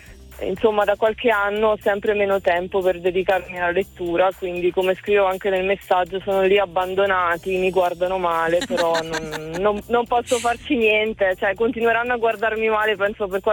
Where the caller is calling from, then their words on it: Treviso, Veneto, Italy; Sono di Treviso.